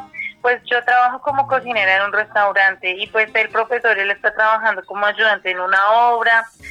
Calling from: Medellín, Antioquia, Colombia; Aquí es de Medellín, Antioquia.

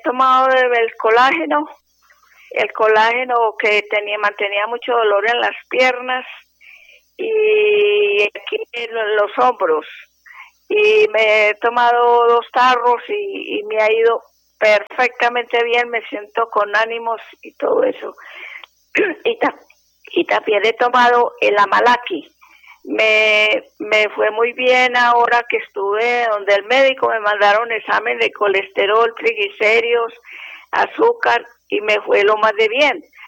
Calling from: Itagüí, Antioquia, Colombia; Yo vivo en Itagüí, aquí en Antioquia.

